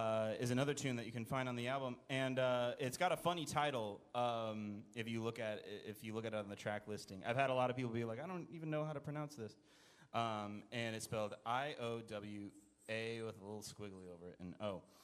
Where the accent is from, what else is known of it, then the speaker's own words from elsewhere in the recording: Iowa, United States; I am not a baiano. I'm a gringo from Iowa.